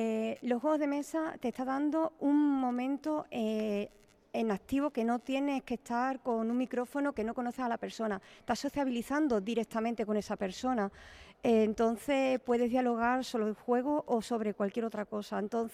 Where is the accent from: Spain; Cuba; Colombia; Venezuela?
Spain; Cáceres, Extremadura; Hola, buenas … venimos desde Ludi Cáceres, desde Cáceres.